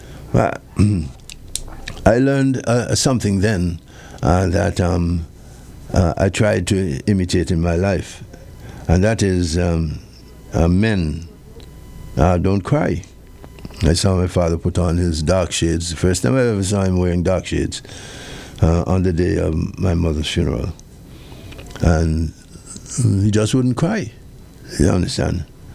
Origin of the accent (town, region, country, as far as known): Antigua & Barbuda